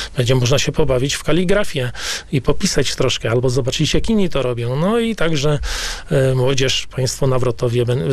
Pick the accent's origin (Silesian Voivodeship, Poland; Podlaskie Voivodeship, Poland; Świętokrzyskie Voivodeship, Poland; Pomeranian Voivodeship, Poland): Pomeranian Voivodeship, Poland